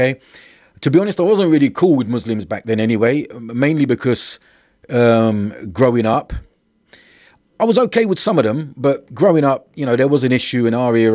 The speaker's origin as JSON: {"language": "English", "town": "Luton", "region": "East of England", "country": "United Kingdom", "tie": "born or raised there", "said": "I grew up in Luton in a ordinary environment. I live on an estate marsh farm. Anyone from Luton will know that, will hear of it."}